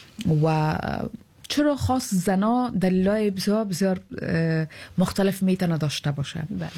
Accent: Afghanistan; ما فکر میکنم در جامعه‌ای که در کشوری که ما بزرگ شدیم، زنای ما متاسفانه کمتر وقت است که به حساب فولی خوش باشن

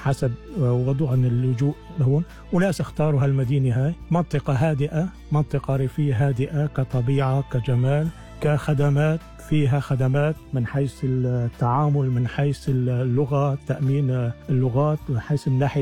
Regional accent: Syria; now in Shepparton, Australia; طبعا نحن كجالي سوري هون في مدينة شيبرتون، البعض قديم مننا أتى إلى هنا منذ 8 سنوات

